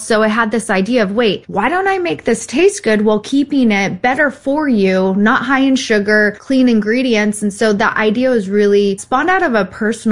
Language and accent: English; Texas, United States; So we decided to buy a little house in Dallas, Texas, because I was from Texas. And I was like, oh, let's go home.